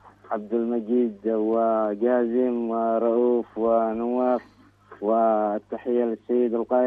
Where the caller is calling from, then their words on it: Sanaa, Amanat Al Asimah, Yemen; من العاصمة صنعاء.